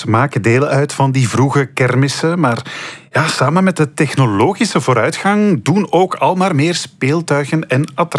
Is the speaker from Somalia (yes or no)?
no; Flanders, Belgium; Bij ons in Vlaanderen liggen de wortels van de pretparken eerder bij de jaarmarkten die hier in de middeleeuwen georganiseerd worden.